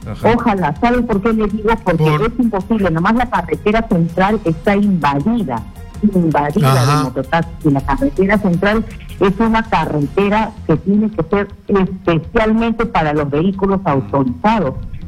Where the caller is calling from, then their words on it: Chosica, Lima, Peru; señor, de Chosica llamo.